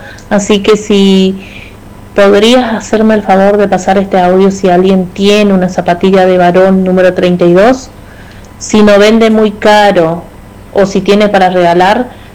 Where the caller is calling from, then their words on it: Argentina; Yo vivo en Villa Cristian … vivo en Almirante Brown, cerca del Club Independiente